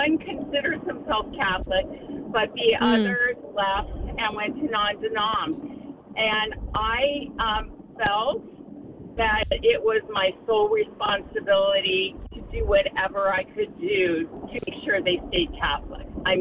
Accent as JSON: {"language": "English", "country": "Canada", "moved": "yes", "lives_now": "Orange County, United States", "said": "We're Canadian"}